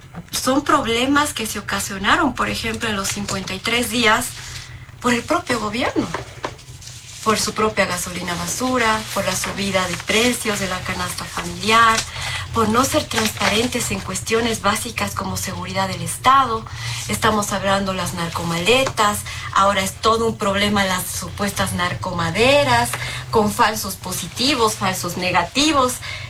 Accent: Bolivia; esa es una nostalgia y un orgullo que tengo como boliviana

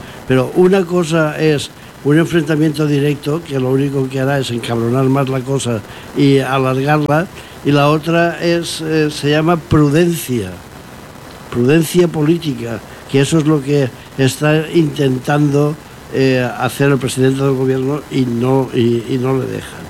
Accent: Spain; Todos somos españoles

